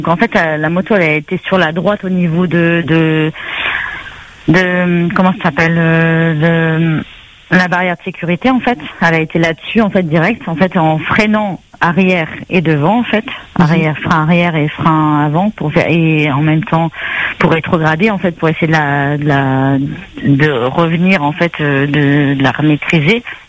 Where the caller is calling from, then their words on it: Saint-Gilles-les-Bains, Réunion; moi, je suis de Saint-Gilles.